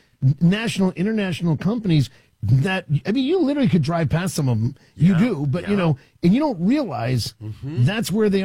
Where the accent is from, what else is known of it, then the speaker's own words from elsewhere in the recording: Washington, District of Columbia, United States; moved away as an adult; now in Wisconsin, United States; when I moved here, I got here almost 20 years ago. And I remember, because I grew up in Washington, D.C.